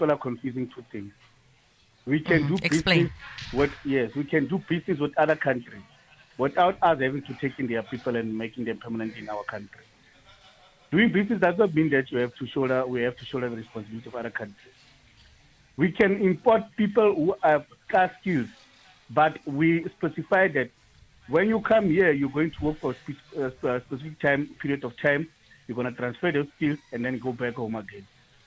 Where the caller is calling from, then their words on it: South Africa; I'm South African.